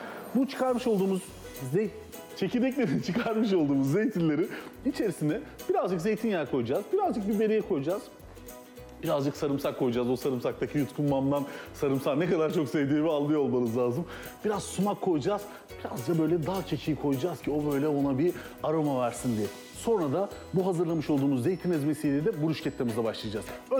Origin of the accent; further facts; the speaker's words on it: Adana, Turkey; Biz Adanalıyız biliyorsunuz. Orada böyle Toroslar'da mis gibi dağ kekiği kokar.